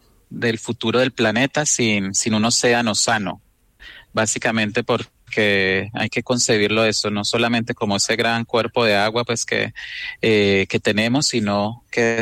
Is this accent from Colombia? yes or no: yes; Colombia; como colombianos también lo siento eso, país bioceánico